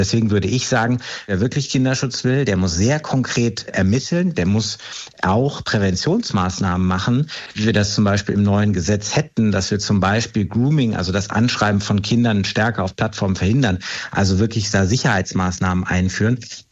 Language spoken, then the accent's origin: German; North Rhine-Westphalia, Germany; Ich komme aus Nordrhein-Westfalen